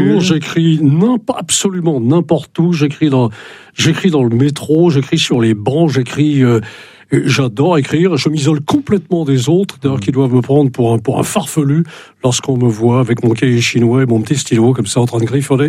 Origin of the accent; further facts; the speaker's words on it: Brittany, France; Quand on est breton, quand on aime la Bretagne, c'est une poésie permanente comme ça qu'on a au cœur, qu'on a qu'on a dans le sang